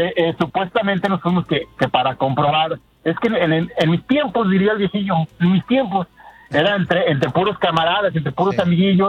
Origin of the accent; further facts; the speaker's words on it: San Miguel el Alto, Jalisco, Mexico; Yo soy de San Miguel, el Alto Jalisco.